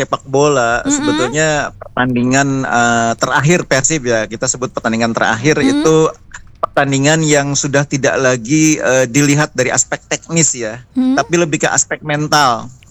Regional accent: Bandung, West Java, Indonesia; sebagai warga anak muda di Bandung ya, sebagai warga Jawa Barat secara keseluruhan

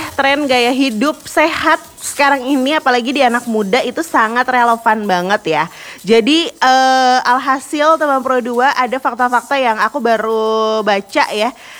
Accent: Bandung, West Java, Indonesia; now in Papua, Indonesia; aku lahir dan besar di Bandung

